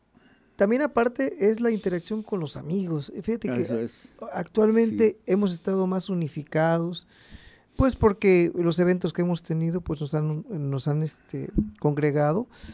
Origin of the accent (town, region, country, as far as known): Tierra Caliente, Mexico